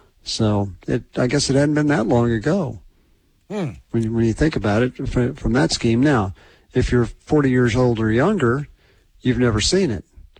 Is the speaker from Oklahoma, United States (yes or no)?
yes; Oklahoma City, Oklahoma, United States; Actually, where I grew up in Oklahoma City, that would be on the newscast.